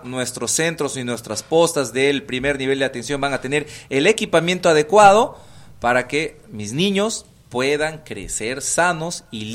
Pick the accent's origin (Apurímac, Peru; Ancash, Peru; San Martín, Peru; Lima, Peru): San Martín, Peru; somos una región amazónica y que somos el pulmón del Perú, de la Amazonía peruana